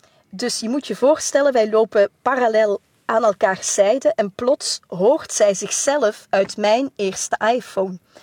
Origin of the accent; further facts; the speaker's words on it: Belgium; Ze vond het ongelooflijk dat ik uit België kwam.